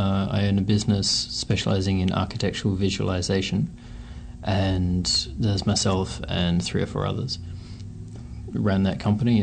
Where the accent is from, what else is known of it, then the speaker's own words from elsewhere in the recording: Australia; moved away as an adult; now in Okanagan, Canada; I'm originally from Australia.